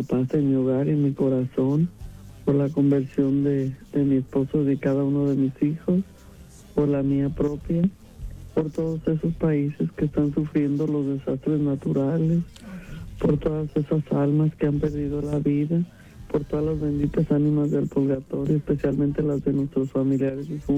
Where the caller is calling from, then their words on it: Bolingbrook, Illinois, United States; Te hablo de Illinois, de Bolingbrook, Illinois.